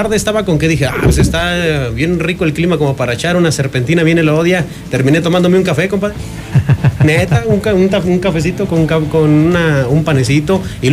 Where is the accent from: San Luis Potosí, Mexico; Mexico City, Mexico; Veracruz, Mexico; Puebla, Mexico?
San Luis Potosí, Mexico; yo soy oriundo de aquí del Saucito